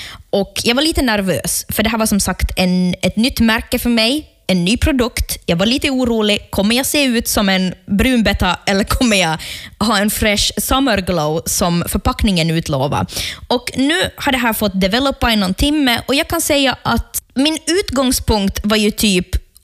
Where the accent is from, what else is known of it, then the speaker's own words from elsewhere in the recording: Ostrobothnia, Finland; now in Stockholm, Sweden; Jag har varit hemma i Österbotten